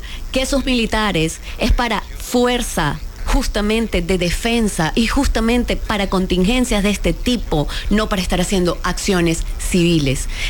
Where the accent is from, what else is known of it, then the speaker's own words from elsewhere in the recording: Venezuela; yo como venezolana lo digo